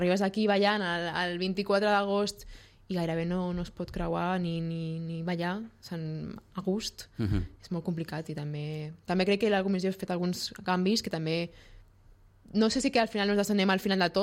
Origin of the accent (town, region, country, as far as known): Sitges, Catalonia, Spain